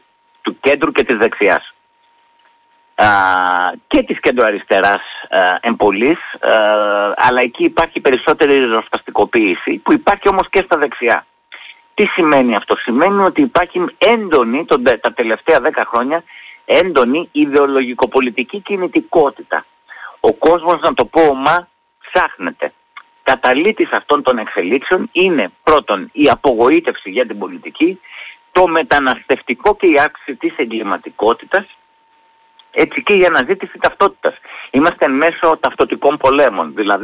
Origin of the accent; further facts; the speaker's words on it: Heraklion, Crete, Greece; moved away; Ξέρεις ότι πέρασα τα παιδικά μου χρόνια στην Κρήτη, στο Ηράκλειο